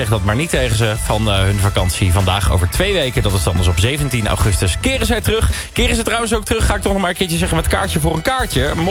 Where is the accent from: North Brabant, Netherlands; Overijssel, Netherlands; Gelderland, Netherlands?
Gelderland, Netherlands; Nijmegen; Ik kom uit Nijmegen.